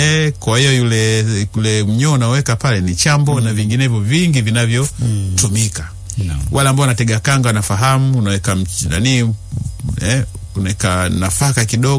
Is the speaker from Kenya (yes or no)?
no; Ukerewe, Mwanza, Tanzania; Maki sasa umetuacha sisi ambao tumetoka kule tumetoka kule Kasaramsenga, Kaparamsenga na kule Uviza na kule Ukerewe.